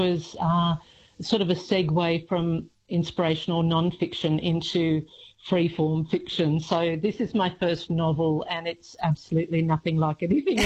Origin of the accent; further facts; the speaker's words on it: Tamworth, New South Wales, Australia; I grew up in Tamworth, and drought really shaped my teenage years.